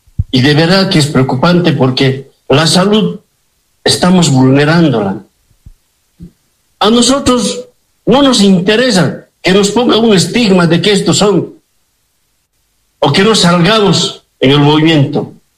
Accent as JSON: {"language": "Spanish", "country": "Bolivia", "said": "los problemas que tenemos los bolivianos."}